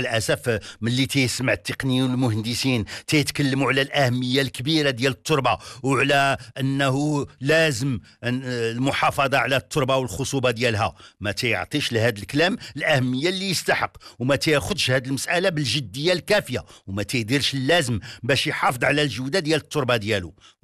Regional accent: Morocco; في البلدان اللي دايرين بالبحر الابيض المتوسط بحال بلادنا المغرب.

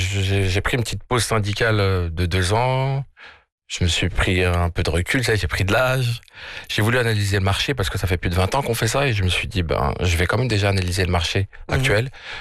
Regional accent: France; Étant donné que je suis originaire de France, j'ai grandi et né en France, je me suis dit, tiens, il faut qu'on fasse quelque chose d'original.

